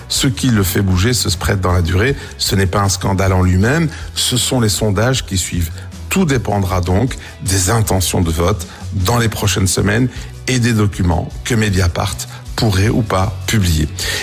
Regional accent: Belgium; Et chez nous, en Belgique donc, c'est pas un spectacle lointain ce qui se passe là-bas.

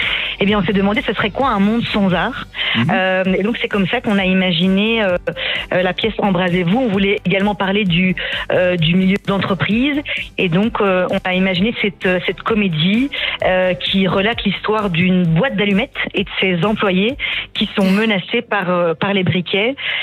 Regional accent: Beauvechain, Wallonia, Belgium; nous on vient de Beauvechain

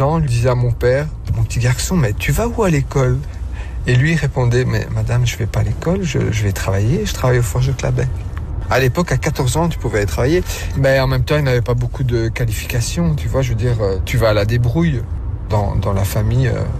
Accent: Belgium; Mes parents, ils sont italiens, ça c'est sûr. Comme moi, je suis italien, mais je suis belge aussi, tu comprends ?

